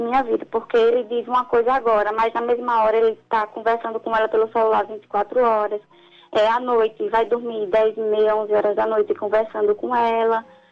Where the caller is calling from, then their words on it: Sergipe, Brazil; Eu falo de Sergipe.